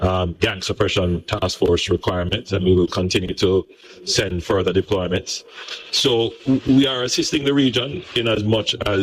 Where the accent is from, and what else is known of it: Jamaica